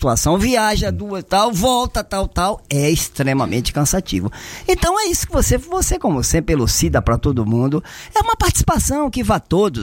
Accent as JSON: {"language": "Portuguese", "country": "Brazil"}